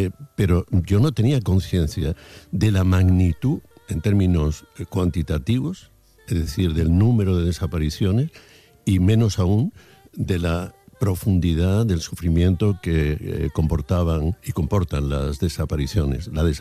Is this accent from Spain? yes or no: yes; Andalusia, Spain; tengo con Miguel una relación como andaluz